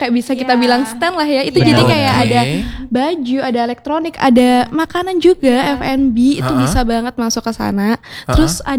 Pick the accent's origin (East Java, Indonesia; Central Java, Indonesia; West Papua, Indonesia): Central Java, Indonesia; Surakarta; aku dari Solo